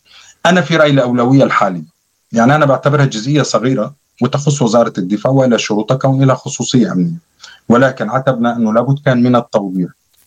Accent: Syria; البنية التحتية عندنا في سوريا

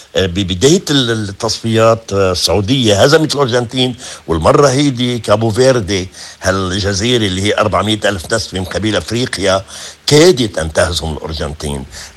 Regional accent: Lebanon; كلبنانيين

